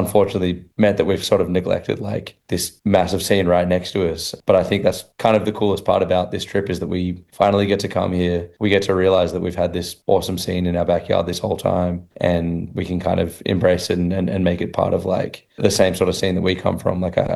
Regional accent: Australia; the experience of growing up in Australia

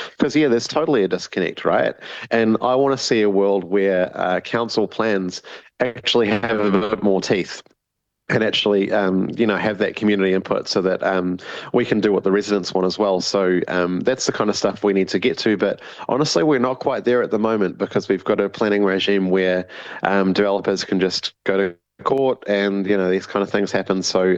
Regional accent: Auckland, New Zealand; And, you know, I'm from West Auckland. We're the capital of the screen industry in this country

